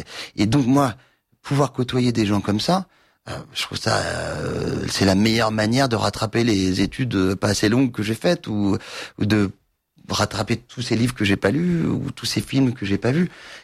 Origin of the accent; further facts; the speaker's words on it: Louveciennes, Île-de-France, France; J'ai grandi donc à Louveciennes, en banlieue parisienne, et nous étions au collège à Saint-Cloud, au collège Saint-Joseph.